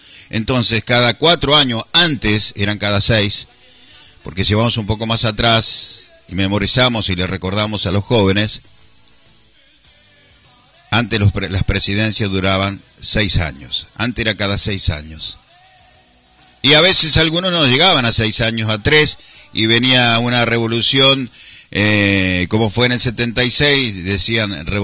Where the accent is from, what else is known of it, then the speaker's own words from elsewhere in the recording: Argentina; como argentinos que somos